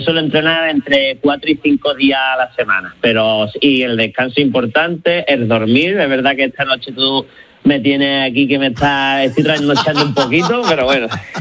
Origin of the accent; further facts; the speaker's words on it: Málaga, Andalusia, Spain; yo soy de Málaga